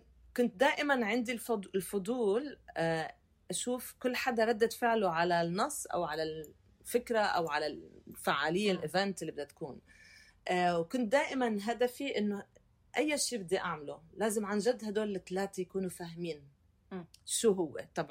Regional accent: Palestine; انا فلسطينية. يعني تخيل انا لهجتي يمكن ما بعرف، ساعة يقول لي تونسية، ساعة يقول لي كذا، ساعة يقول لي اردن، ساعة يقول سوريا، بس ما تخيل فلسطين

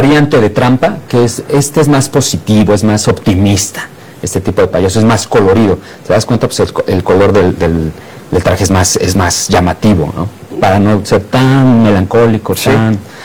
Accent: Mexico City, Mexico; Yo 100% CDMX.

